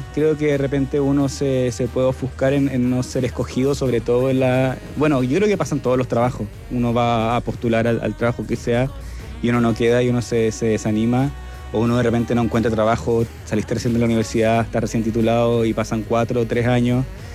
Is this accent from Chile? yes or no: yes; north, Chile; Mi familia es de Copiapó. Yo me crié en todas las ciudades del norte, excepto en Copiapó.